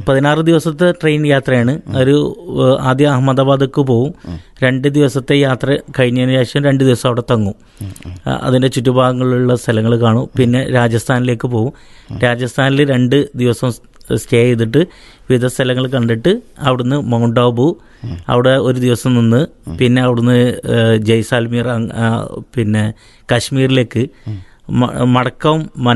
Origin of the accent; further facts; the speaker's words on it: Areekode, Kerala, India; ഞാൻ അരീക്കോട് സ്വദേശിയാണ്.